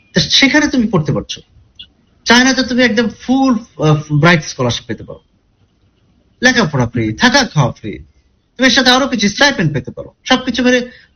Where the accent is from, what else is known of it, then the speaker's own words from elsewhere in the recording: Kushtia, Khulna Division, Bangladesh; আমার ঠিকানা, আমার পরিচয়, আমার পূর্ব পরিচয়, যেটা আমার গ্রামের বাড়ি কুষ্টিয়ার ঠিকানা